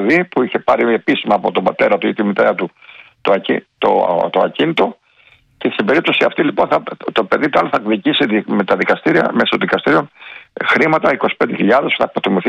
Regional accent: Platanias, Crete, Greece; από τον Πλατανιά, το χωριό μου, έτσι, καταγωγή από τον Πλατανιά.

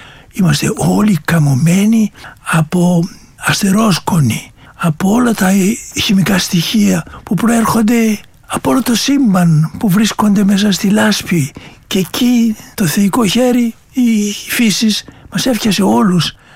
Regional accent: Kastoria, Western Macedonia, Greece; born there; also born or lived in Kalambaka / Konitsa; Γεννήθηκα στην Καστοριά.

